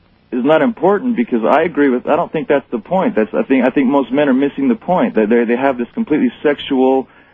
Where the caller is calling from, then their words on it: Utah, United States; from Utah.